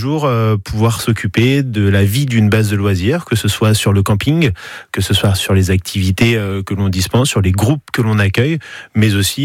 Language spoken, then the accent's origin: French; Mayenne, Pays de la Loire, France; je suis originaire de la Mayenne